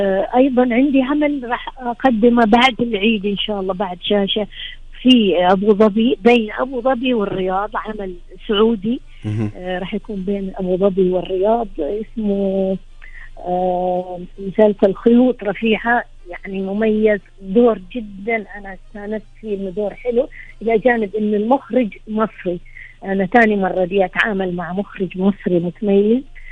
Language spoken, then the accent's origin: Arabic; Bahrain; البحرين بلد الأمان والسلام والاستقرار، الحمد لله. الله يتمم علينا أمننا واستقرارنا